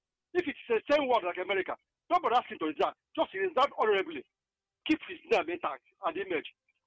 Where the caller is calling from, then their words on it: Anambra, Nigeria; I come from Bunka in Anambra State.